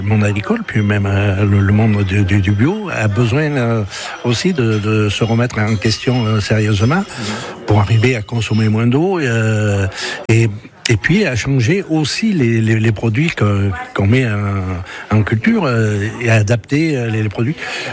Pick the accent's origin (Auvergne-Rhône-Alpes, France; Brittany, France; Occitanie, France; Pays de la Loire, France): Auvergne-Rhône-Alpes, France; Marsanne; Je suis né à Marsanne, donc mes parents avaient une petite ferme.